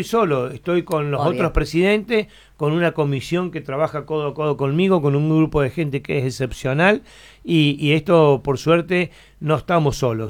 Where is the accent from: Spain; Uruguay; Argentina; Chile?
Argentina; Juan Jorba, San Luis; Yo soy de Juan Jorba, y Jorba es mi lugar en el mundo realmente, porque tenemos nuestro campo ahí, somos la tercera generación de que estamos ahí